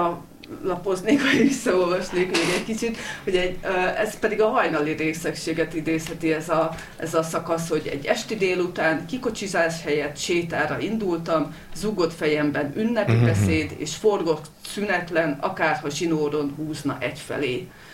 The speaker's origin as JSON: {"language": "Hungarian", "region": "Hajdú-Bihar", "country": "Hungary", "tie": "born or raised there", "said": "Ugye, én a hajdúságban nőttem föl"}